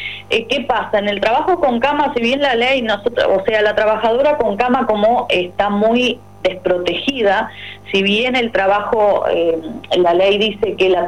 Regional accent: Melo, Cerro Largo, Uruguay; moved away as an adult; now in Montevideo, Uruguay; Melo, de donde vengo yo, Rivera, Artigas, pueblos del interior profundo

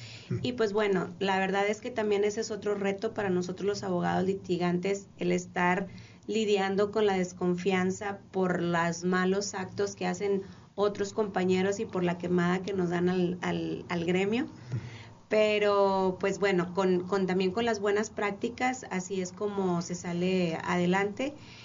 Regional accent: Sabinas, Coahuila, Mexico; Yo soy originaria de Sabinas, no vengo a Nuevo León, soy originaria de Sabinas, Coahuila.

